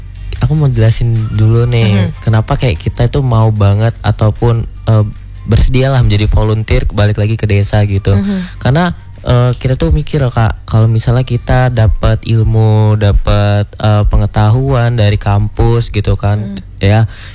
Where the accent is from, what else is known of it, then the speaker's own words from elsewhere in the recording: Natar, Lampung, Indonesia; Aku kan dari Lampung juga, Lampung Selatan. Di Natar.